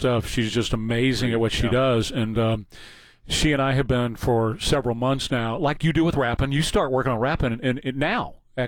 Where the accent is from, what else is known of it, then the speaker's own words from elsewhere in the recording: Texas, United States; we're from Texas.